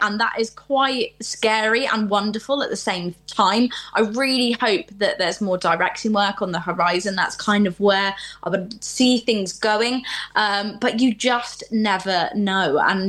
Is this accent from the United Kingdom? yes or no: yes; United Kingdom; So I'm kind of very thankful that I'm British in that sense.